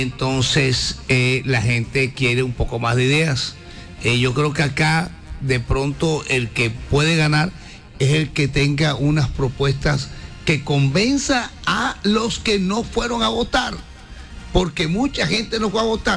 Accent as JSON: {"language": "Spanish", "country": "Colombia", "said": "quiere uno como colombiano"}